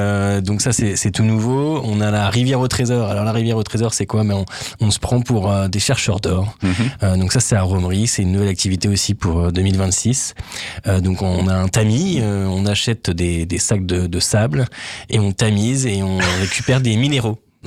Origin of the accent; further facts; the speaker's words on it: Reims, Grand Est, France; moved away as an adult; also born or lived in Lille; Reims, c'est ma terre natale.